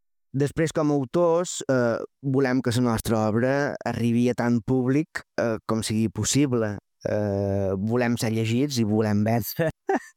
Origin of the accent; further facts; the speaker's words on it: Balearic Islands, Spain; Però, com a autors menorquins, és molt, molt difícil fer-se un lloc en aquest mercat